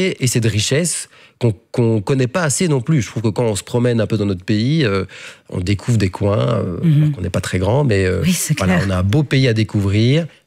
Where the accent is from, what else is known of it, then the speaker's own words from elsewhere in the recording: Bastogne, Luxembourg, Belgium; Je suis luxembourgeois, je suis bastonnien luxembourgeois, puis belge.